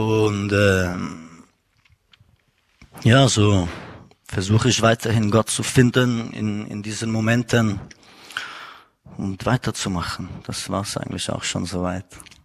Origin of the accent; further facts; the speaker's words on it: Switzerland; Ich bin aus der Schweiz, ich bin 27 Jahre alt